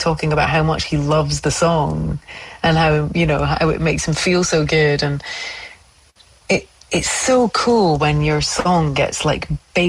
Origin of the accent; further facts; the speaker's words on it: Scotland, United Kingdom; now in Australia; when I first came to Australia, was like being Scottish and just going to the other side of the world